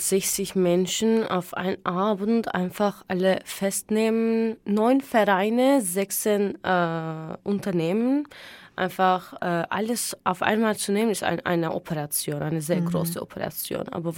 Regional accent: Hatay, Turkey; German is a second language; moved away as an adult; now in Austria; Ich bin, bis ich 20 Jahre war, in der Türkei gelebt. Und also meine Familie ist aus der Türkei, ich bin aus der Türkei.

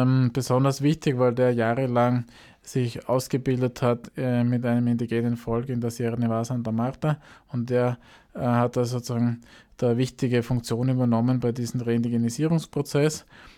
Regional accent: Austria; Ich bin hier durchaus mit einem starken Naturbezug auch aufgewachsen in Österreich

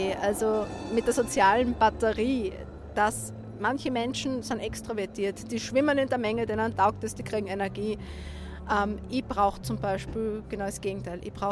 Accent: Styria, Austria; ich komme aus der Obersteiermark

